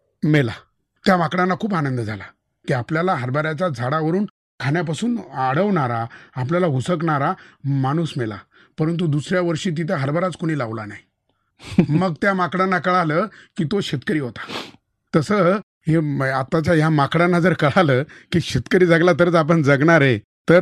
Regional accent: Gonde Dumala, Maharashtra, India; born or raised there

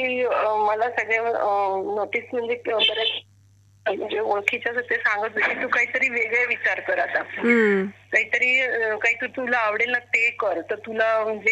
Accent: Nashik, Maharashtra, India; moved away as an adult; also born or lived in Mumbai / Gujarat; now in Surat, India; मुंबईचा जन्म, आई मुंबई, नंतर मग नाशिकला लग्न झालं आणि माझा जन्म नंतर मग तिकडनं मी मोठी झाली मग नाशिक मध्ये. आणि माझं लग्न झालं मग नंतर गुजरात. आता काय हा प्रवास आहे माझा, त्याच्यामुळे मला चांगलं असं मराठी पण चांगलं बोलता येतं.

